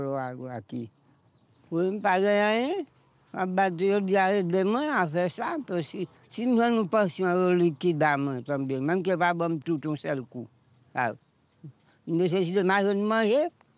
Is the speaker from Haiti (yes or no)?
yes; Haiti; now in Dominican Republic; Je suis d'Haïti en 1958. Que c'est pour Trujillo.